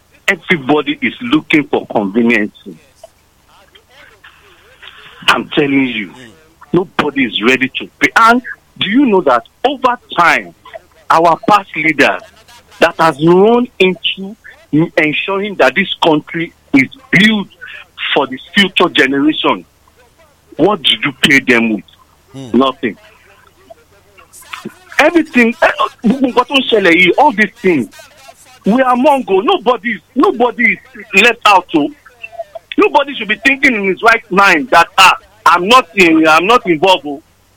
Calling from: Lagos, Nigeria; from Ojota.

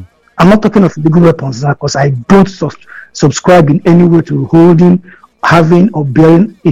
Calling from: Abeokuta, Ogun, Nigeria; from Abeokuta calling.

